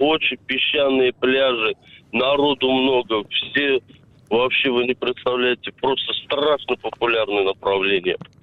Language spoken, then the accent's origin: Russian; Tver, Tver Oblast, Russia; Я же из Твери буду Волгу рекламировать.